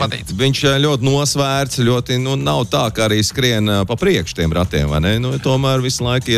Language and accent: Latvian; Ķekava, Ķekava Municipality, Latvia; Es esmu no Ķekavas un es atceros, masu puika būdams, es zināju, ka sarkanais Ikarus piebrauc